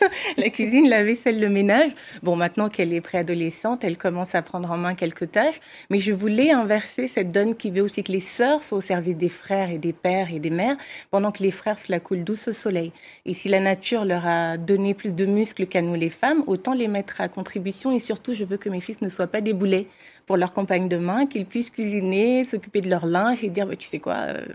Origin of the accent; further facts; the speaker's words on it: Gabon; Ce que j'ai appris très tôt, c'est raconter des histoires, que je suis du Gabon.